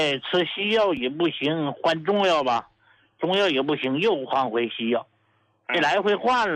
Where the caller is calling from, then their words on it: Chongqing, China; 我是重庆的这边的听众。